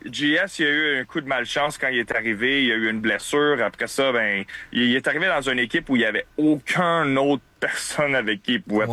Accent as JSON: {"language": "French", "region": "Quebec", "country": "Canada", "said": "je suis fier québécois, fier canadien."}